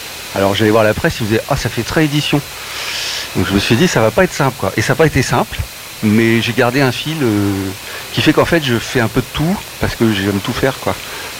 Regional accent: Nantes, Pays de la Loire, France; moved away as an adult; j'ai quitté Nantes pour mes études, je suis allé à Paris

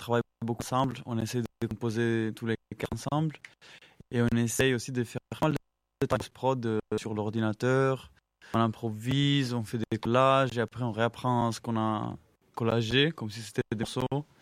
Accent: Italy; now in Paris, France; je viens d'Italie, mais j'habite à Paris aussi.

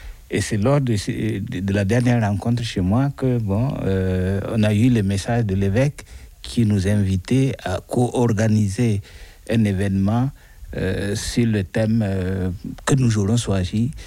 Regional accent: Burkina Faso; also born or lived in Rennes, France / Côte d'Ivoire; now in Mayenne, France; je suis du Burkina Faso. Ça fait longtemps que je suis en France. J'ai fait mes études en France, à Rennes, où j'ai rencontré mon épouse qui est de la Mayenne. Et j'étais retourné, j'ai fait une vingtaine d'années en Afrique.

